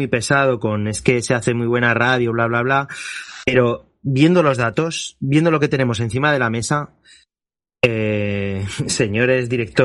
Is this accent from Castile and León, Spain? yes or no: no; Aragon, Spain; que no soy independentista ni de lejos, que soy aragonés